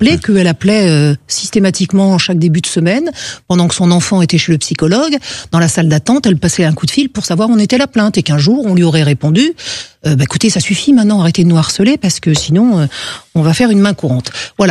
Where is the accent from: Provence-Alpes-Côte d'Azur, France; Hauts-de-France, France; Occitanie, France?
Occitanie, France; Toulouse; born there; Je suis née à Toulouse, mais mes vacances, c'est le Gers.